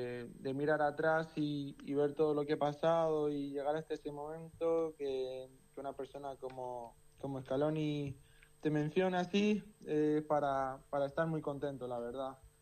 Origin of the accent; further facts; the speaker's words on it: Torrevieja, Valencian Community, Spain; y nací acá. Y bueno, como mis padres se buscaron el trabajo acá en España, y ahí caí yo. Y nada, y me crié acá en Torrevieja.